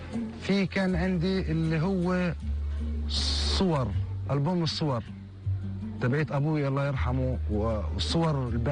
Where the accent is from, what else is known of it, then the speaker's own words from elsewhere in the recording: Palestine; also born or lived in Iraq / Tunisia; هذه كنت احطها هيك اقول لاولادي هذه كنا عايشين عليها كفلسطينيه، هذه وثيقه مش جواز سفر